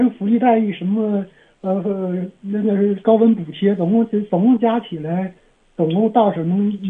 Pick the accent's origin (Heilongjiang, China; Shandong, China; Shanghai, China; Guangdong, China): Heilongjiang, China; Shuangcheng; now in Harbin, China; 我老家是就是双城的，但是我现在在哈尔滨有房有车